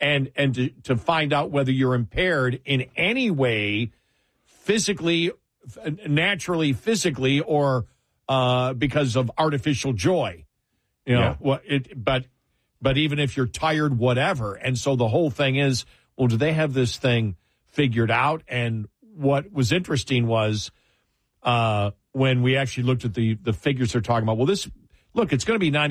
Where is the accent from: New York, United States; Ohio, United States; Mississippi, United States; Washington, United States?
New York, United States; now in Texas, United States; when I grew up in Western New York, would hit from basically middle of August till the first, the first freeze.